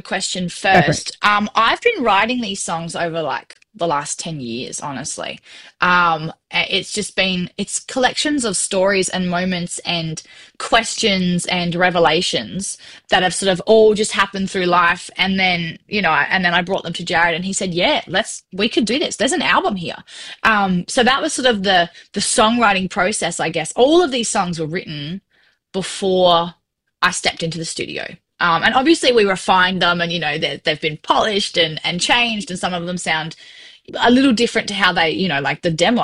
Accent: South Australia, Australia; I am from South Australia.

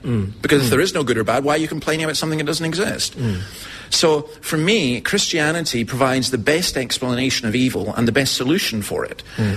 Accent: Scotland, United Kingdom; I'm a Scottish Calvinist

